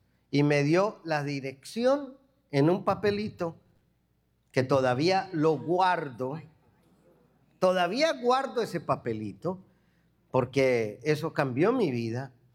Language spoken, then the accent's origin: Spanish; Medellín, Antioquia, Colombia; moved away; Yo vengo de una región de Colombia que se llama Medellín. Paisa.